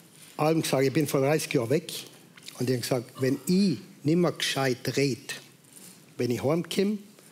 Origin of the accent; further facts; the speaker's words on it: Trentino-Alto Adige, Italy; accent: South Tyrolean; now in Germany; wenn ich in Südtirol bin, dann spreche ich auch wirklich meinen Südtiroler Dialekt wieder.